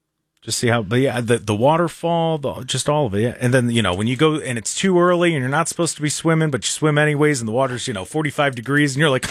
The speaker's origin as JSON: {"language": "English", "town": "Seville", "region": "Ohio", "country": "United States", "tie": "born there", "also_born_or_lived": "Garfield Heights, Ohio", "said": "when we moved out to Seville, that's where Cy Hewitt Park, that's a really nice park out in Seville, T-ball and everything. That's where I played there."}